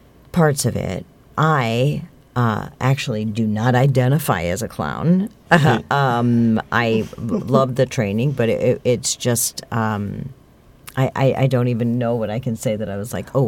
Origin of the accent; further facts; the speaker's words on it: Houston, Texas, United States; moved away as an adult; also born or lived in Dallas; now in Los Angeles, United States; I'm in Los Angeles now, but I'm from Houston, and you will hear me y'all all over the place. And I went to college in Dallas